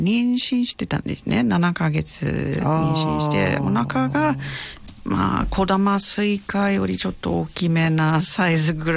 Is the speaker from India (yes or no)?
no; New Zealand; Japanese is a second language; now in Iwaki, Japan; 私の国では毎日送る迎えしないといけないんですよ。